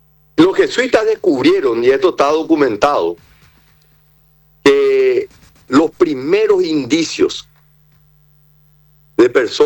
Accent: Paraguay; hoy este es el momento que yo vengo a decirte como paraguayo, gracias, mi querido escribano.

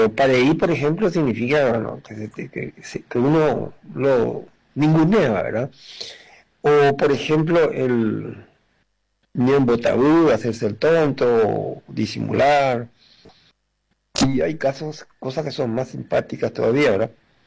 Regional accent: Paraguay

